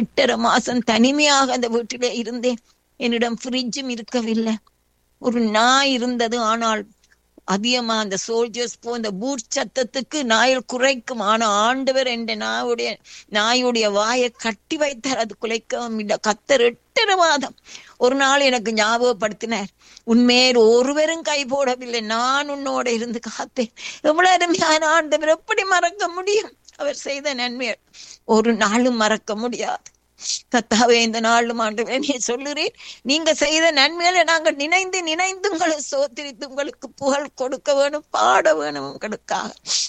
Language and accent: Tamil; Sri Lanka; moved away; விசேஷமா நாங்கள் ஸ்ரீலங்கன்ஸ்